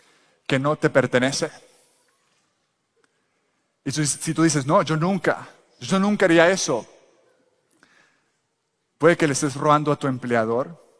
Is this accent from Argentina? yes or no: no; El Salvador; now in United States; cuando yo crecí en El Salvador